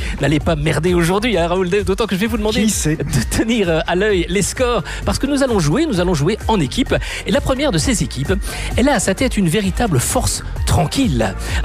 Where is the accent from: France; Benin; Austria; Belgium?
Belgium; Florennes, Wallonia; parce que nous sommes là où j'ai grandi. Ah oui, c'est Florène qui nous accueille dans la province de Namur